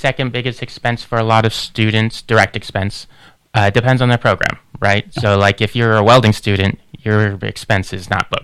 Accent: Fresno, California, United States; also born or lived in Chico; now in Redding, United States; I am originally from the Fresno area. I moved up to Redding to go to Shasta College

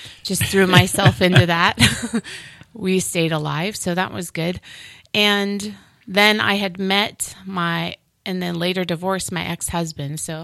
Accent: South Dakota, United States; moved away as an adult; also born or lived in Mitchell, South Dakota / Rapid City, South Dakota / Sturgis, South Dakota; now in California, United States; I'm a Republican conservative Christian. I was born and raised in South Dakota.

